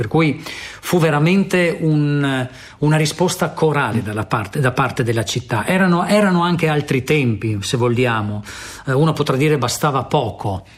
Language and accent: Italian; Trieste, Friuli-Venezia Giulia, Italy